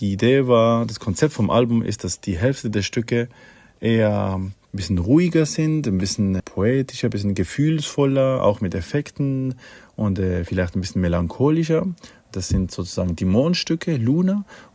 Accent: Switzerland; moved away as an adult; Ich bin in der Schweiz aufgewachsen, habe auch dort Abi gemacht und war dort in der Musikschule und bin dann danach nach Berlin.

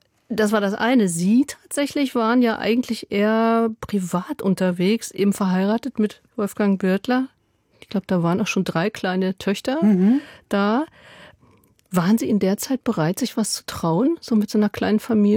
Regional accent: West Germany, Germany; ich komme aus dem Westen

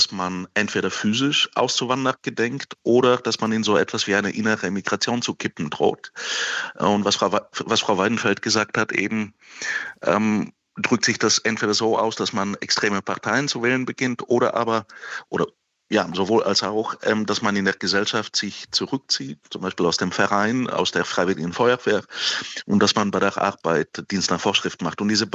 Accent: Bulgaria; In meiner Heimat Bulgarien sind die Leistungen eher Trabi-artig

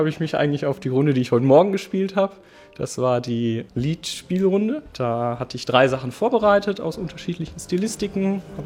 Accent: Frankfurt, Hesse, Germany; Ich komme aus Frankfurt und studiere an der Hochschule für Musik und Darstellende Kunst in Frankfurt.

